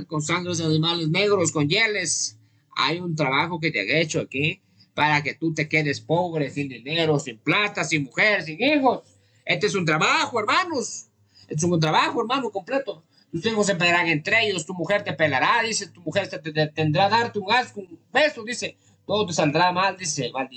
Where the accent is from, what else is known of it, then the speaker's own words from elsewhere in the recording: Huancabamba, Piura, Peru; born there; desde mi provincia de Huancabamba, mi tierra bendita que me dio nacer